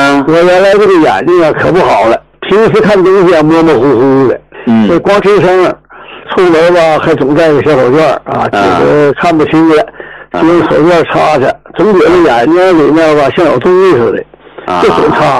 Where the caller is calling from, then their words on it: Shenyang, Liaoning, China; 今年呢75岁了